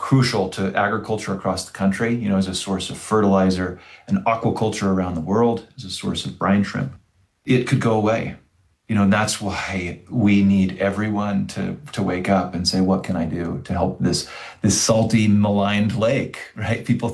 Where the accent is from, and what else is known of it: Orem, Utah, United States; born or raised there